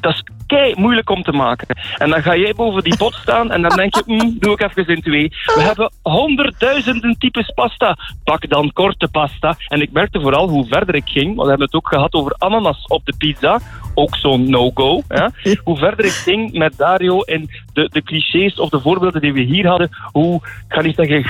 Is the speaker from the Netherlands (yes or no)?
no; Italy; Wij weten van onszelf als Italianen, dat we de beste zijn